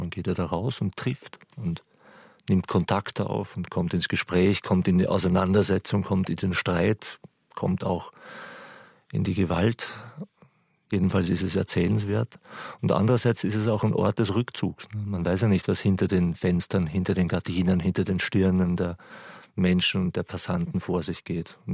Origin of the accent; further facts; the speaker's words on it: Vienna, Austria; moved away as an adult; now in Berlin, Germany; Das ist schon immer noch oder gerade jetzt wieder ein sehr, sehr hartes Pflaster. Und da bin ich aufgewachsen und groß geworden. Und irgendwie zieht es mich da immer noch hin.